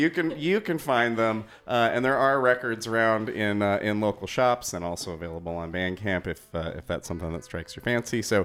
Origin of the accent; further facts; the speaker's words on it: Minneapolis, Minnesota, United States; my hometown of Minneapolis, Minnesota.